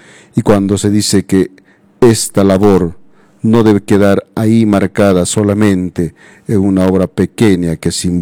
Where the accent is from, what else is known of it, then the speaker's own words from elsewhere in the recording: Peru; nuestra patria, el Perú